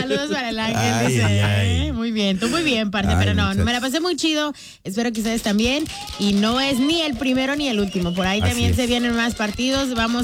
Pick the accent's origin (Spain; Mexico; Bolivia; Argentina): Mexico; soy la mexicana más colombiana que han visto en su vida